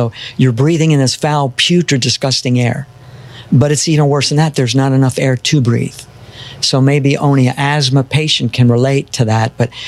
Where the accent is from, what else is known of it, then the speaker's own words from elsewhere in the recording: Florida, United States; I used to surf a lot here in Florida. I grew up in Florida.